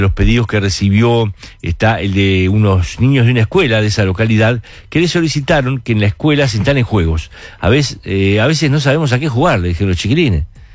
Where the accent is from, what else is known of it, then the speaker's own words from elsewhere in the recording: Uruguay; en Uruguay tenemos cierta tendencia